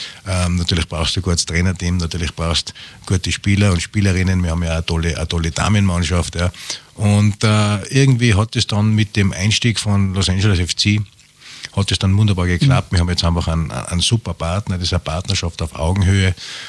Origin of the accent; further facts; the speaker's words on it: Kufstein, Tyrol, Austria; also born or lived in Innsbruck; Ich meine, ich bin ja gebürtiger Innsbrucker und bin aber dann in Kufstein aufgewachsen, muss ich auch dazu sagen.